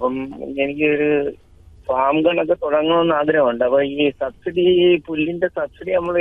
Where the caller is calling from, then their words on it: Kadakkal, Kerala, India; ഞാൻ കൊല്ലം ജില്ലയിൽ കടയ്ക്കൽ നിന്നാണ് വിളിക്കുന്നത്.